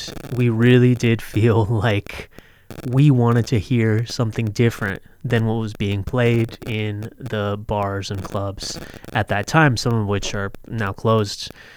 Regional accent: Boise, Idaho, United States; But I went to Boise High. I didn't grow up in rural, you know. I grew up in Southeast, North, and Boise.

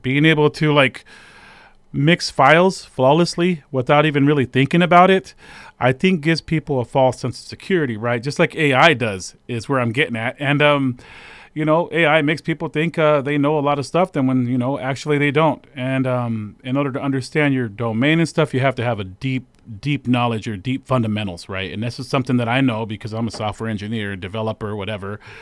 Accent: United States; because I am American

